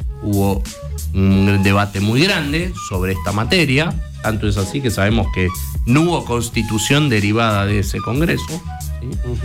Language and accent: Spanish; Argentina; lo que hoy conocemos como República Argentina, que es nuestro país